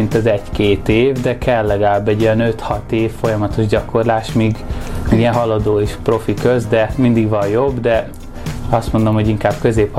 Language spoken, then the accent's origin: Hungarian; Budapest, Hungary; 13 éves voltam, Kőbányán nőttem fel a Pongrász telepen